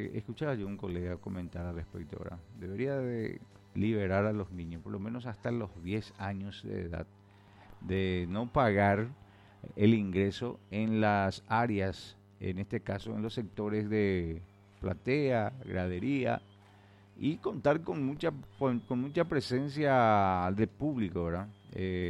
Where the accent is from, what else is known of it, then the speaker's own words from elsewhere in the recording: Pedro Juan Caballero, Amambay, Paraguay; muchos somos pedrojuaninos